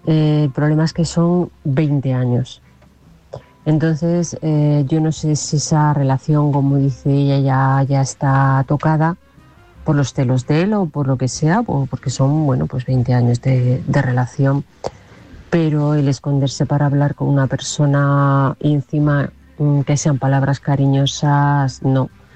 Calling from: Toledo, Castilla-La Mancha, Spain; de Toledo.

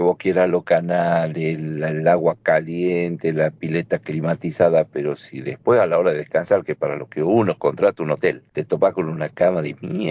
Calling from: Salta, Argentina

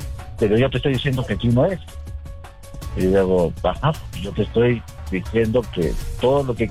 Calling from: Mexico City, Mexico; de Coajimalpa.

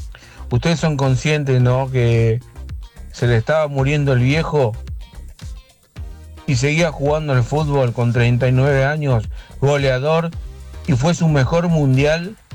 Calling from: Avellaneda, Buenos Aires Province, Argentina; soy de Avellaneda.

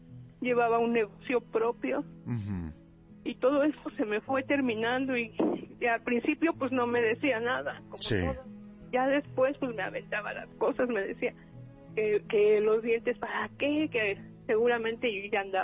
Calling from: Texcoco, State of Mexico, Mexico; De Texcoco, Estado de México.

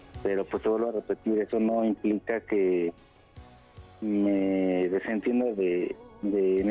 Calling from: Coacalco, State of Mexico, Mexico; Hablo de aquí, de Coacalco, Estado de México

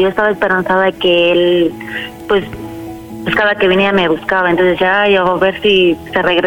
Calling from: Guerrero, Mexico; Tengo 37 años y hablo del estado de Guerrero.

